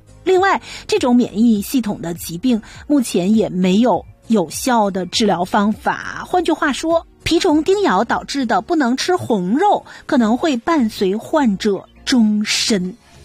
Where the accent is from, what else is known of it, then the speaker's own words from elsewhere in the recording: Canada; 咱们加拿大人